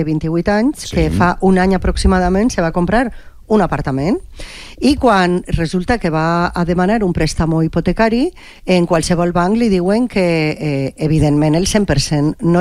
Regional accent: Burriana, Valencian Community, Spain; Jo vaig a parlar del meu poble, en Borriana.

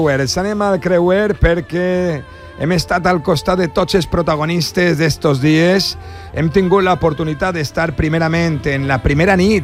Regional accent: Valencian Community, Spain; Mira, jo si soc valencià, 9 d'octubre, saps?

